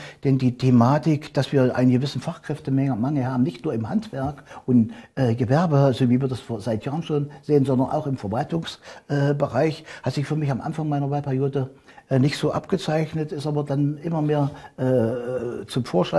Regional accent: Hergesdorf, Germany; Ich war 21 Jahre Bürgermeister in meiner Heimatgemeinde Hergesdorf.

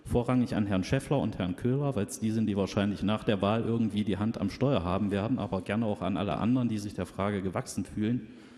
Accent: Saxony-Anhalt, Germany; Ich komme aus Mansfeld-Südharz.

